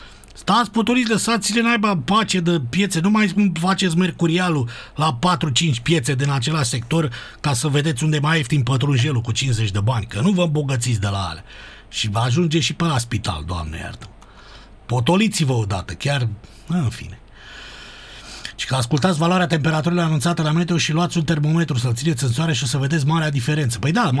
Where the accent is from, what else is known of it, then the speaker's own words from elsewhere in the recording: Romania; exagerăm noi ca români